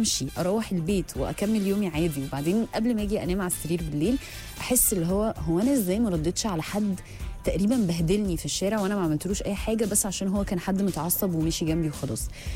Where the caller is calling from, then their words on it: Alexandria, Alexandria Governorate, Egypt; من اسكندريه